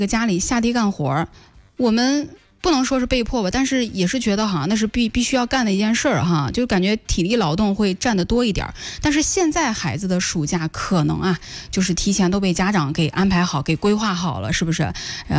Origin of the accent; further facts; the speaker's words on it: Jiaozuo, Henan, China; 这个河南话说的也是不太地道哈。因为是这样的，就是了解我的呢也知道我是焦作人哈。然后大家知道我们焦作人呢，其实它分有就各个县啊，比如说温县呀、博爱呀、武陟哈。我从小呢是在老家长大的